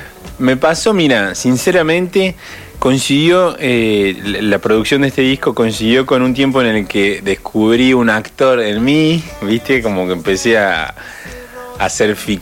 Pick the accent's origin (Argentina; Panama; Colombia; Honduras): Argentina; Córdoba; yo no soy de Puerto Rico, ¿viste? Claro. ¿De dónde soy? De Córdoba.